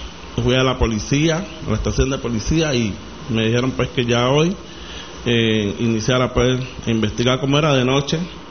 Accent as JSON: {"language": "Spanish", "region": "Chocó", "country": "Colombia", "said": "soy de la comunidad de La Mojarra."}